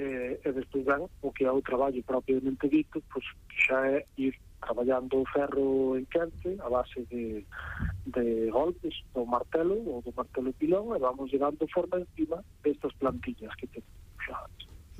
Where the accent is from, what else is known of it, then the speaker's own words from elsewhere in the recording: Santipián, Galicia, Spain; un dos que fixen aquí na miña terra, en Santipián, na Mariña.